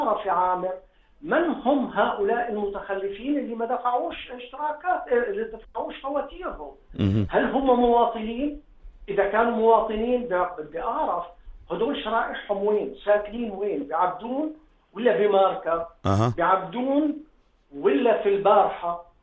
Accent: Jordan; احنا كاردنيين

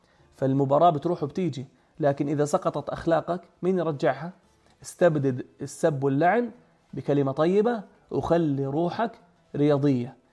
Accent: Jordan; هذا الأثر الطيب اللي بيشبهنا إحنا كأردنيين

